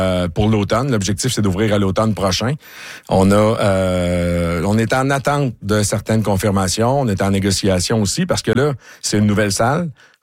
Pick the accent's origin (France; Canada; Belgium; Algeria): Canada; Saint-Alexis-des-Monts, Quebec; Je viens de Saint-Alexis-des-Monts.